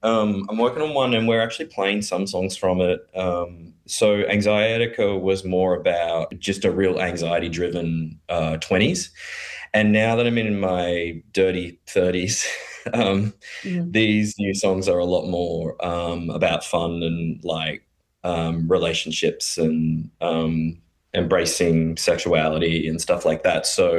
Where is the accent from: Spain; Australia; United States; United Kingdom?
Australia; Gold Coast, Queensland; growing up on Gold Coast and being someone like me